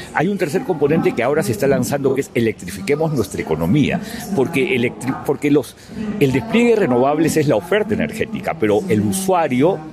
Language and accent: Spanish; Colombia; Para mí un placer, un gusto estar en mi país, en Colombia y en Medellín, que es una bella ciudad.